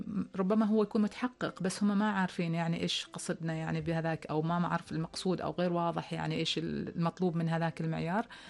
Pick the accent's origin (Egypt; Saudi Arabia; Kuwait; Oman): Oman; سلطنة عمان الحين عندنا 6 مدن صحية